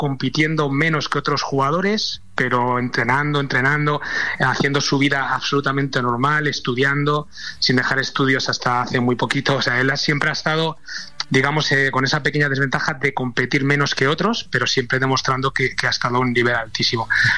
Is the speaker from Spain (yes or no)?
yes; Leganés, Community of Madrid, Spain; yo también soy de Leganés